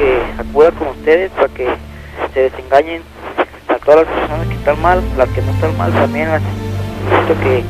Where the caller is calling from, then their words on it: Guadalajara, Jalisco, Mexico; De aquí, Guadalajara.